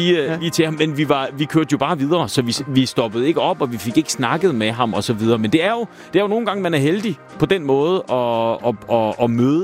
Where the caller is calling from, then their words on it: Viborg, Central Denmark Region, Denmark; Vi kommer fra Viborg.